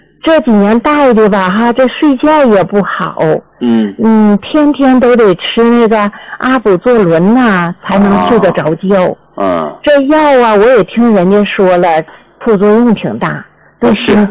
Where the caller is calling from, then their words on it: Jilin, China; 我家是吉林的